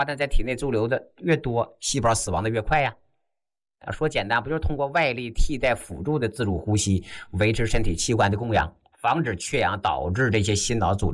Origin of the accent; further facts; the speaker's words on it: China; 但是很少人知道啊，这可是完全出自于我们中国人自己老祖宗的智慧啊！